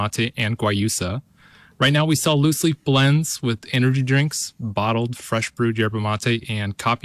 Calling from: Longview, Washington, United States; I'm calling from Longview, Washington.

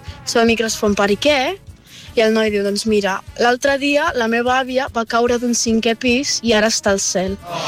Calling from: La Garriga, Catalonia, Spain; de la Garriga.

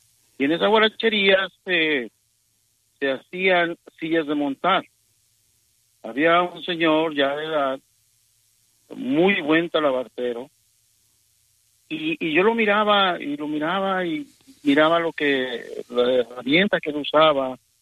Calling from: Tepic, Nayarit, Mexico; yo soy de Tepic, Nayarit.

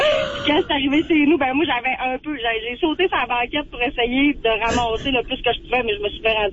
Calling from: Quebec, Canada; Moi, j'habite à Saint-Félix-de-Tours, c'est arrivé à la baie.

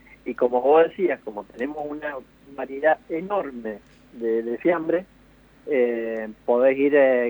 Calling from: Mendoza, Argentina

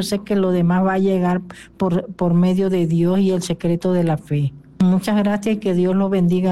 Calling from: Chiriquí, Panama; Soy de aquí, de Chiriquí.

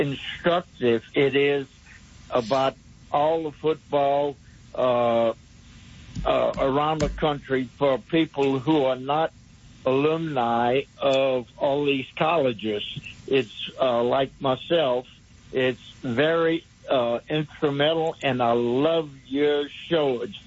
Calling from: Gulf Shores, Alabama, United States; I'm from Gulf Shores, Alabama.

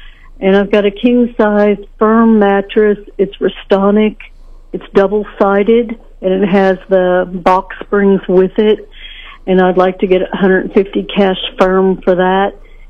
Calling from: Sedalia, Missouri, United States; I'm calling from Sedalia

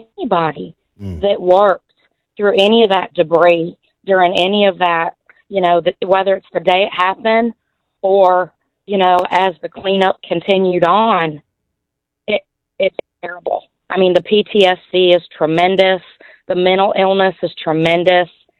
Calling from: Chickamauga, Georgia, United States; I'm down here in Chickamauga, Georgia.

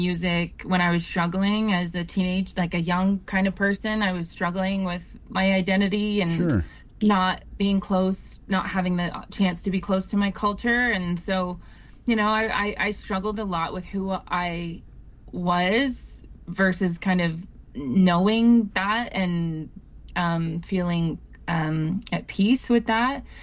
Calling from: Edmonton, Alberta, Canada; I am currently from Edmonton, Alberta.

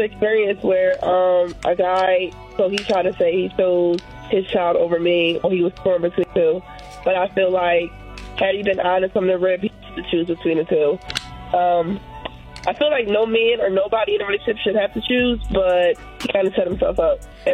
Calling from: New Jersey, United States; I'm calling from Jersey.

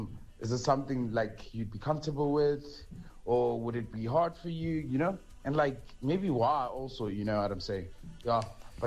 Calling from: Cape Town, Western Cape, South Africa; I'm from Cape Town.

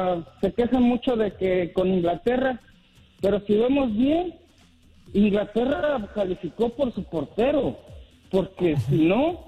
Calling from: Chicago, Illinois, United States; de Chicago.

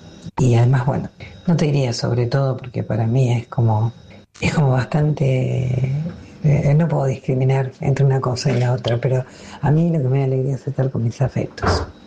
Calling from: Adrogué, Buenos Aires Province, Argentina; de Adrogué y participando de la consigna, ¿qué cosas me dan alegría?

